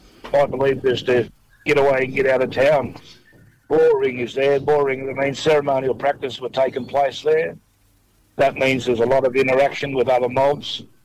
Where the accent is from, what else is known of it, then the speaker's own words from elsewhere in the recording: Gunnedah, New South Wales, Australia; I'm from Gunnedah. … I'm on the Giyinbarai clan of the Gomeroi Nation.